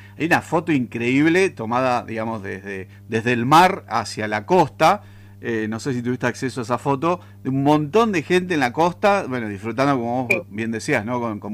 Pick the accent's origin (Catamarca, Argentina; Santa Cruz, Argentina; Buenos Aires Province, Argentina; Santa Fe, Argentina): Santa Cruz, Argentina; El Calafate; ¿por qué nosotros del Calafate, cuando vamos, como decimos, hacia el norte, nos tenemos que quedar en Comodoro Rivadavia algunos días?